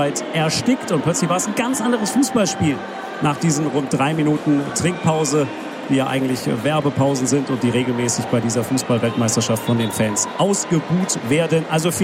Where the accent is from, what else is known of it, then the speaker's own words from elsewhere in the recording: Freiburg im Breisgau, Baden-Württemberg, Germany; Start in Mulhouse, unmittelbar in der Nähe meiner Heimat Freiburg im Breisgau.